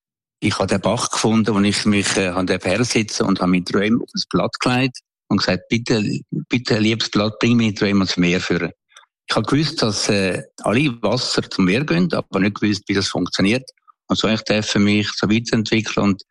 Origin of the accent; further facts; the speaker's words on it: Aeugst am Albis, Zurich, Switzerland; moved away as an adult; now in Tuscany, Italy; Ich bin aufgewachsen in Eugstam Albis, in ärmlichen Verhältnissen. Wir haben einen Bauernhof gehabt